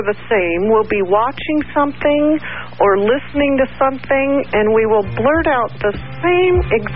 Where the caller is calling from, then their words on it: Palmdale, California, United States; I'm calling from Palmdale, California.